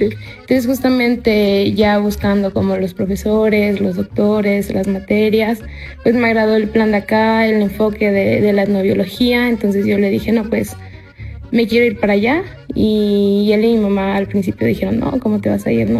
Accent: Monterrey, Nuevo León, Mexico; Sí, bueno, yo soy de la ciudad de Monterrey y estudio biología en la Universidad Autónoma de Nuevo León.

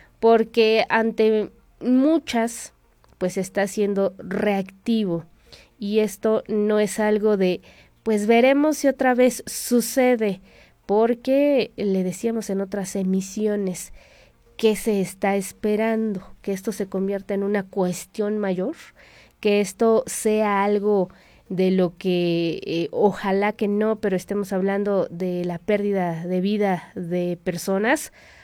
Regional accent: San Agustín Tlaxiaca, Hidalgo, Mexico; now in Pachuca, Mexico; mi municipio de origen es un pues gran, que podríamos decir, exportador de esta materia prima, el maíz.

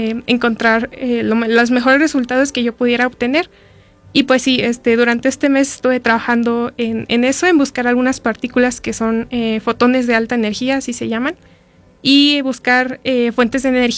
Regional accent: Hidalgo, Mexico; yo también soy del estado de Hidalgo

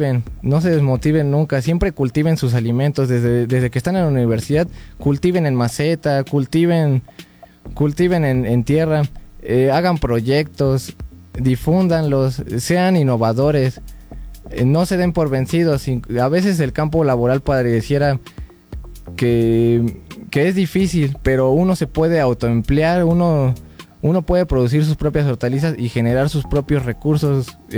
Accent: Pachuca, Hidalgo, Mexico; yo soy de Pachuca y ahí tenemos su casa de ustedes.

